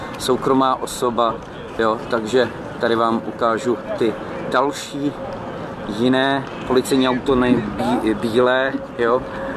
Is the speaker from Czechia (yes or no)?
yes; Czechia; Я из Чешской Республики, да?